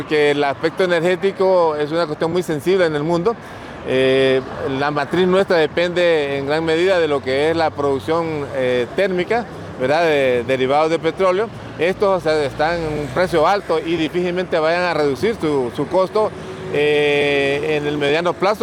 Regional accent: Honduras; pagamos los hondureños.

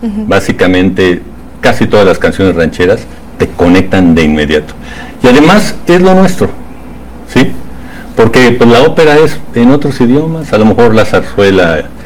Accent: Mexico; Y entonces es como somos los mexicanos, ¿no?

